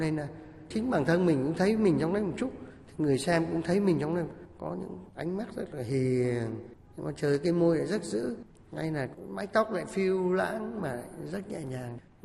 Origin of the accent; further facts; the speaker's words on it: Thanh Hoa, Vietnam; moved away as an adult; now in Da Lat, Vietnam; mình cũng là người Thanh Hóa